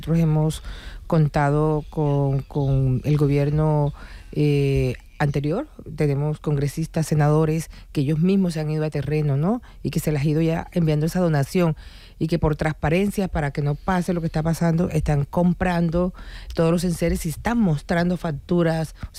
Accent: Colombia; como colombiana que soy, aportar ese granito de arena que necesita mi país.

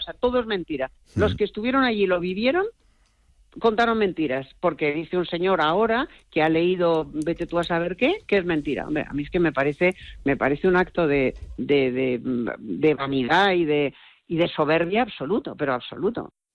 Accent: Spain; yo soy española, me siento muy orgullosa de ser española, me siento muy orgullosa de mis raíces

